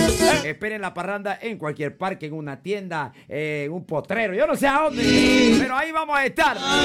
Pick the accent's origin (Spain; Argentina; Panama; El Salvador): Panama; Herrera; Herrera, mi tierra.